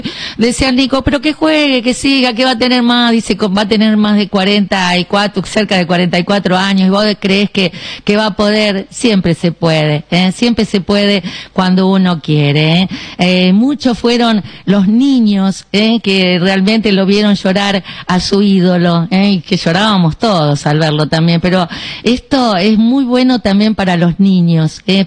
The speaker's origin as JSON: {"language": "Spanish", "country": "Argentina", "said": "estamos eternamente agradecidos como argentinos"}